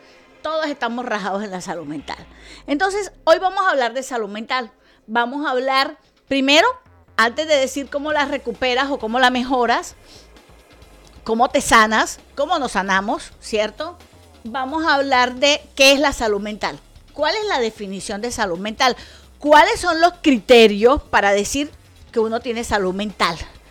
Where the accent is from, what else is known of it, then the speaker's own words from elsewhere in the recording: Colombia; Para recordarnos que somos colombianos, que somos un solo país